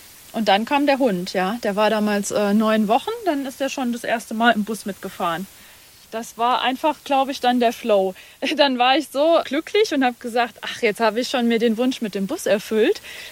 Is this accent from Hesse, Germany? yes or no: yes; Hesse, Germany; Aufgewachsen bin ich im Landleben, im Hessischen, zwischen Frankfurt und Fulda. Ja, eigentlich so ein bisschen Bilderbuch, ein bisschen Bauernhof und eine große Familie mit Oma im Haus.